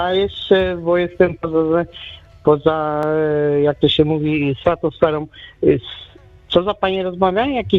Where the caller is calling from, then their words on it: Ruda Śląska, Silesian Voivodeship, Poland; Ruda Śląska.